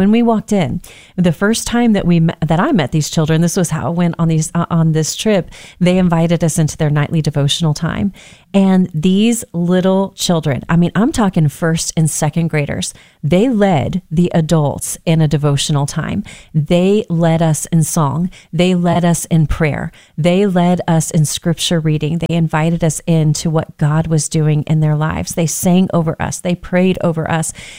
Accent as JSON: {"language": "English", "country": "United States", "tie": "born there"}